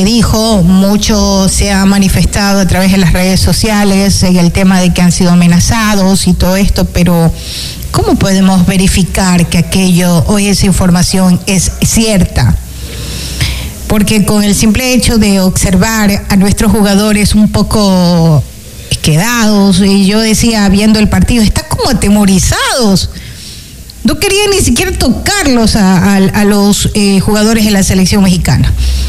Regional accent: Ecuador; nosotros como ecuatorianos creo que siempre hemos mostrado que somos personas de bien

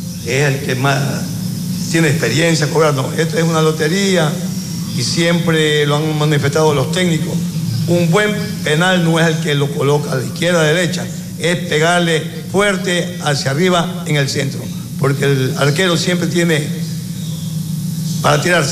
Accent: Ventanas, Los Ríos, Ecuador; Yo soy de acá, de Los Ángeles de Ventana, pero mis abuelos fueron de allá, pues, y se vinieron para acá a la provincia de Los Ríos. Y ya aquí nosotros ya estamos, pues, pero … de allá, de familia de El Carmen, Canuto, por allá.

